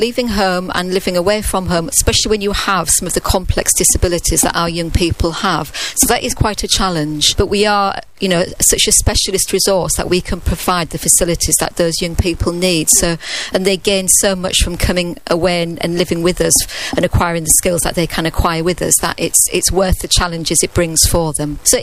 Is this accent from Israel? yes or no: no; Hull, Yorkshire and the Humber, United Kingdom; I grew up in Hull.